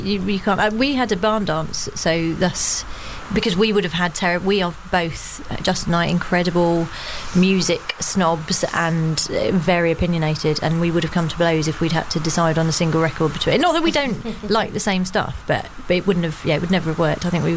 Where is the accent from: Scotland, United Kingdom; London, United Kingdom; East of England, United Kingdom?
London, United Kingdom; Croydon; moved away; I grew up in Croydon in South London.